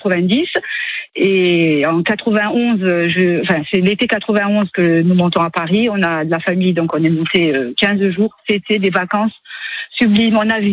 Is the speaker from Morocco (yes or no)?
no; Madagascar; now in France; Moi, je venais d'arriver de Madagascar en 91.